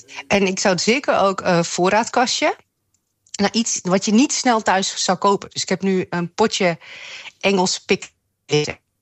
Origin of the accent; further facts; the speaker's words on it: Leeuwarden, Friesland, Netherlands; Maar ik ben geboren en getogen in Leeuwarden. En als ik daar dan weer ben, dan moet ik wel altijd een zak Friese dumkes mee.